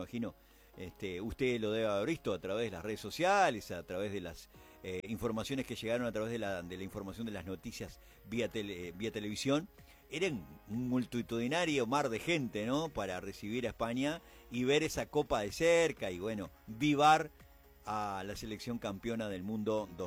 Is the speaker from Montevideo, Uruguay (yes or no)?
no; Tacuarembó, Uruguay; now in Rivera, Uruguay; Yo cuando me vine de Tacuarembó, acá lo padecía Rivera, porque es impresionante el calor que se siente acá.